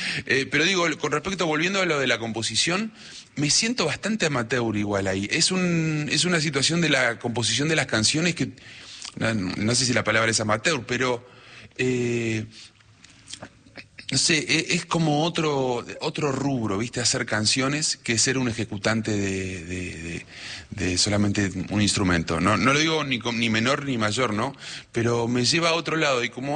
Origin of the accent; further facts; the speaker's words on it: Las Peñas, Argentina; now in Buenos Aires, Argentina; me crié en Las Peñas y anduve por todos lados ahí. Bueno, la cosa me trajo hasta Buenos Aires